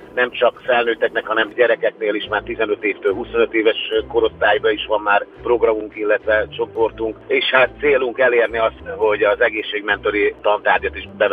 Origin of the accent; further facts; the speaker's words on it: Nyíregyháza, Szabolcs-Szatmár-Bereg, Hungary; aminek lesz Nyíregyházán is, hogyha ott jársz éppen a szülővárosunkban, akkor gyere, szeretettel várunk.